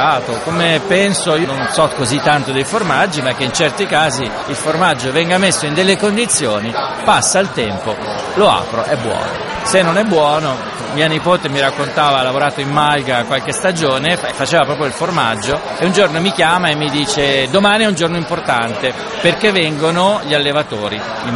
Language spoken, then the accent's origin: Italian; Trentino-Alto Adige, Italy; moved away as an adult; also born or lived in Rome; now in Tuscia, Lazio, Italy; sono nato in Alto Adige e ci ho vissuto fino ai 18-19 anni e poi sono andato a studiare fuori e quasi non sono più tornato. Ho fatto ancora un piccolo periodo lì, ma sono ormai più di 25 anni che sono nel Lazio